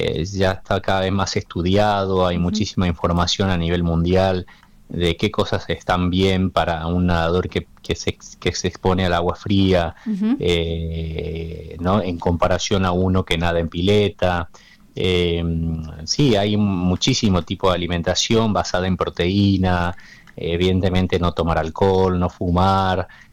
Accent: Tucumán, Argentina; Yo que soy tucumano, ¿dónde nadás en aguas frías en Tucumán?

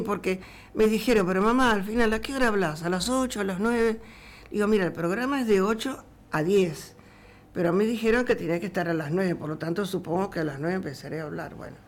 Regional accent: La Plata, Buenos Aires Province, Argentina; born there; Bueno, por lo tanto nací en La Plata, nada, ¿qué más querías saber?

